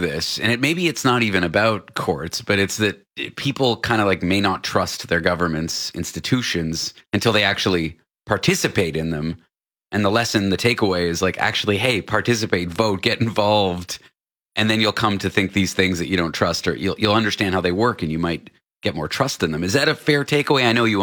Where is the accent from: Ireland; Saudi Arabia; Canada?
Canada; now in United States; Got U.S. citizenship. I'm a Canadian